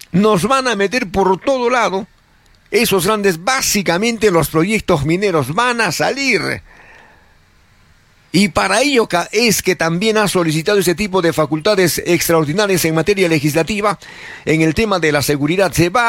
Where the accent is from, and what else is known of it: Peru